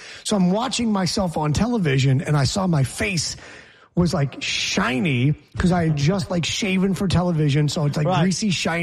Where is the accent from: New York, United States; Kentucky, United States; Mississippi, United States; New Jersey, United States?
New York, United States; Geneva; now in Philadelphia, United States; So it wasn't until I drove from Philly back to my hometown of Geneva, New York, to go see the family for the weekend and my baby nephew.